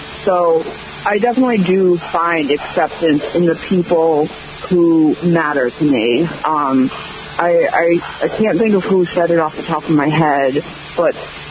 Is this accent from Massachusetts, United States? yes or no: yes; Middleborough, Massachusetts, United States; I grew up in Middleborough. Middleborough is a bit of a small rural community, not a lot of queer scene here